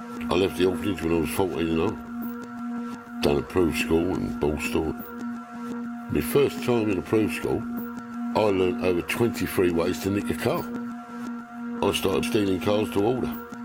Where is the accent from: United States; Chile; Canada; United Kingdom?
United Kingdom; East Ham, London; born there; I was born in East Ham, in East London.